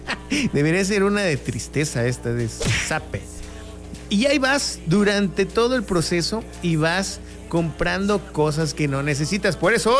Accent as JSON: {"language": "Spanish", "region": "Chiapas", "country": "Mexico"}